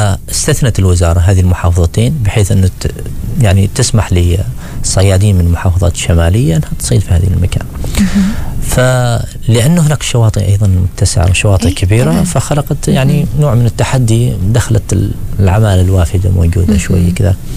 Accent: Oman; أنا كعماني

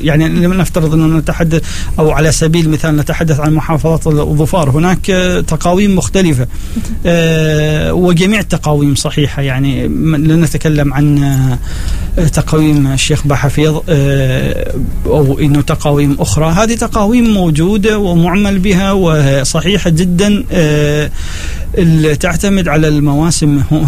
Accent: Oman; النواخذة اللي موجودين معنا في مرباط أو في صور

